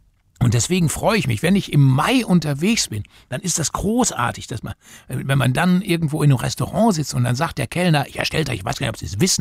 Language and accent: German; Bornheim, North Rhine-Westphalia, Germany; die können ja nicht wissen, ich komme aus Bornheim, der beste Spargel, der kommt aus Bornheim.